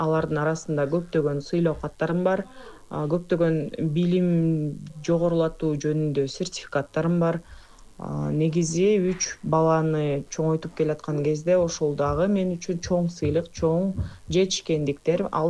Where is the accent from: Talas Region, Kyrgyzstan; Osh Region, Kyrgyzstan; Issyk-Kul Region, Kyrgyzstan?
Talas Region, Kyrgyzstan; Kyzyl-Adyr; born or raised there